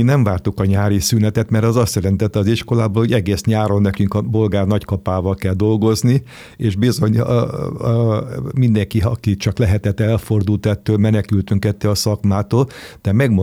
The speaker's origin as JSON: {"language": "Hungarian", "country": "Hungary", "tie": "born there"}